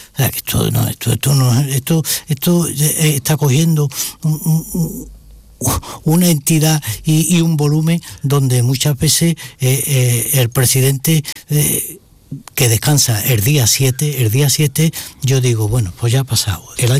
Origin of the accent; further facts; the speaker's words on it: Seville, Andalusia, Spain; O sea, yo soy muy sevillano, por cierto, mi mujer es malagueña.